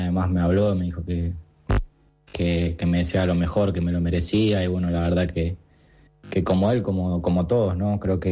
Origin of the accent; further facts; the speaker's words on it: Puerto San Julián, Santa Cruz, Argentina; now in Madrid, Spain; un entrenador que es de mi pueblo, de San Julián